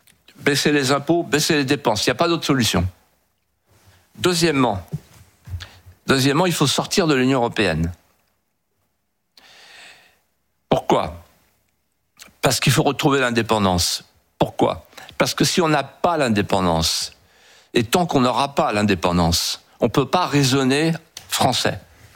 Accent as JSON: {"language": "French", "country": "France", "said": "Je suis français, j'ai envie de rester français"}